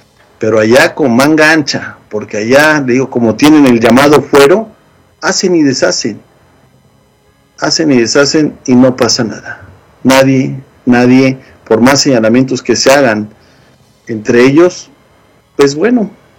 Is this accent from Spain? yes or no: no; Mexico; moved away; Yo pues menciono México porque soy mexicano.